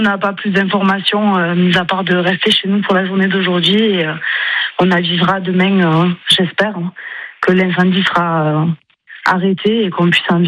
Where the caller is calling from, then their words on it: Millas, Occitanie, France; moi, personnellement, j'habite sur Mias